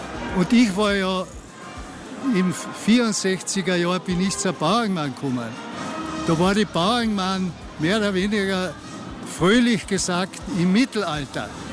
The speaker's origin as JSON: {"language": "German", "town": "Villach", "region": "Carinthia", "country": "Austria", "said": "Dipsuppen, die wir da traditionell bei uns in Villach kochen, ist das Fleisch nach dem Kochen."}